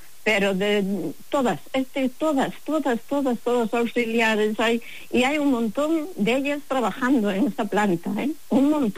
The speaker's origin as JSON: {"language": "Spanish", "town": "Pontevedra", "region": "Galicia", "country": "Spain", "said": "Hola, buenos días. Soy de aquí de Pontevedra, sí. Junto Pasadón."}